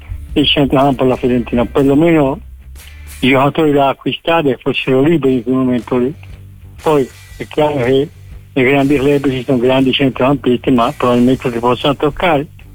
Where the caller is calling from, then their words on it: Tuscany, Italy; Siamo dai Chianti.